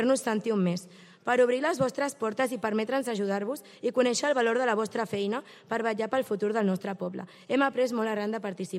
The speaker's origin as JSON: {"language": "Catalan", "town": "Sitges", "region": "Catalonia", "country": "Spain", "said": "a Sitges som catalans i catalanes."}